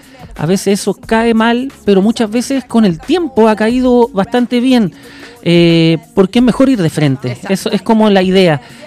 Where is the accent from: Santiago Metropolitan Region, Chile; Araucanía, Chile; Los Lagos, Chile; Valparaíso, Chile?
Santiago Metropolitan Region, Chile; La Florida; Toda la vida he vivido en la Florida, en los Quillayes. Después vivo en un sector un poquito más tranquilito